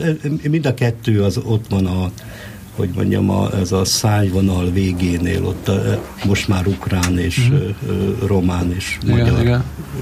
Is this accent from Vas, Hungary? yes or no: no; Nyíregyháza, Szabolcs-Szatmár-Bereg, Hungary; born there